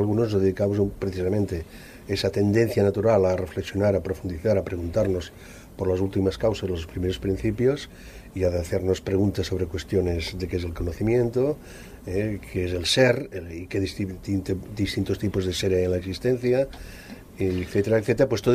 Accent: Aragon, Spain; Digamos que soy maño.

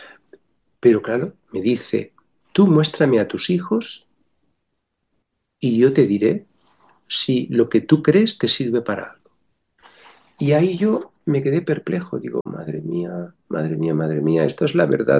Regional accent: Extremadura, Spain; Soy extremeño profundo, pero no se nota.

